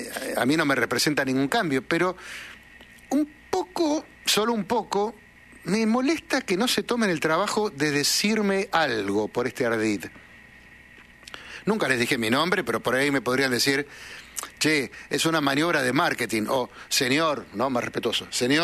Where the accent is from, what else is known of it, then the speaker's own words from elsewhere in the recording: Bahía Blanca, Buenos Aires Province, Argentina; Queridos vaguedades … de Bahía Blanca. Viajo por negocios por todo el país